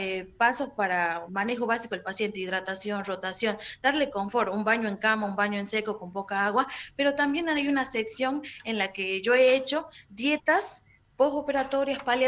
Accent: Argentina; somos originarios de acá, que estamos antes de la constitución del Estado Nacional.

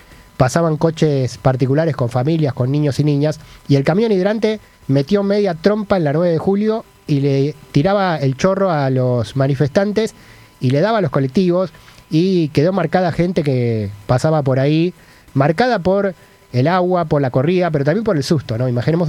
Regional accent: Argentina

